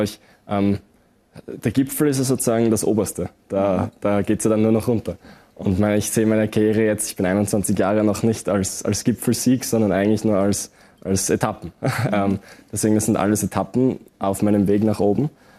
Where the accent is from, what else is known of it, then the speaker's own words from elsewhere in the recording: Vienna, Austria; accent: Viennese; also born or lived in Tyrol; Also ich bin, ich sage schon, ich bin auch in Tirol aufgewachsen. Ich habe leider den Wiener Akzent angenommen, aber fühle mich trotzdem auch hier sehr, sehr zu Hause.